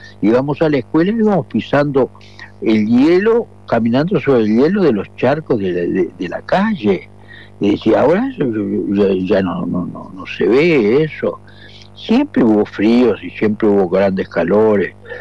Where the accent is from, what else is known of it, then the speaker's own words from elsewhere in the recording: Uruguay; los uruguayos siempre confiamos en el relato